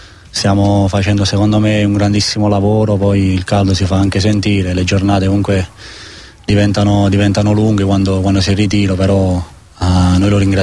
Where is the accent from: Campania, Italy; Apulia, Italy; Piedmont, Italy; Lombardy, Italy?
Campania, Italy; Naples; io da buon napoletano